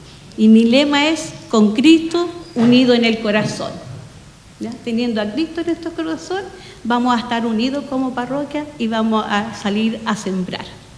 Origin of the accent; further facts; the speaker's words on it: Chile; ¿ya? Mi lugar de donde vengo es de acá, de la comuna de Coihue.